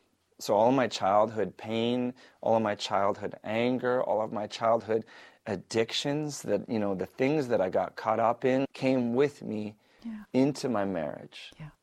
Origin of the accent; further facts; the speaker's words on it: Winnipeg, Manitoba, Canada; now in Calgary, Canada; And, you know, throughout the years, so then I moved from Winnipeg to Calgary. Then I become a Calgary Stampeders fan, okay?